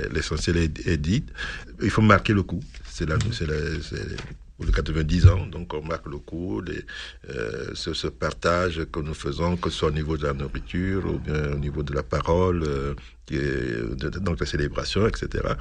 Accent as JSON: {"language": "French", "country": "Central African Republic", "moved": "yes", "said": "Moi, je suis centrafricain"}